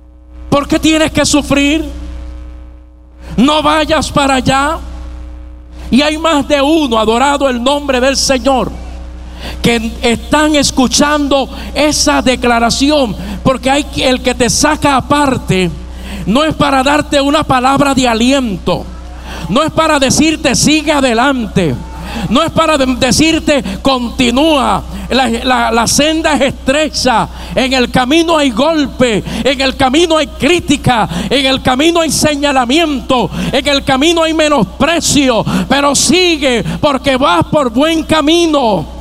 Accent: Puerto Rico; soy puertorriqueño y estoy en Puerto Rico.

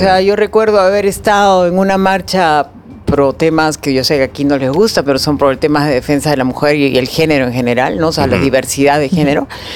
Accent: Peru; Yo también, como muchos peruanos, caímos en la trampa.

